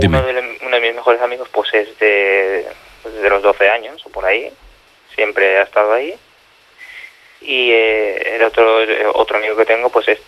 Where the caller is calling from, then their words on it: Catalonia, Spain; Yo soy catalán, ¿eh?